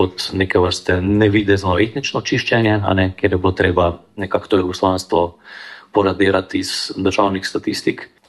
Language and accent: Slovenian; Šmartno ob Paki, Savinjska, Slovenia; born there; vem pa, naprimer, zgodbo iz mojega rojstnega kraja, se pravi, na Šmartno opaki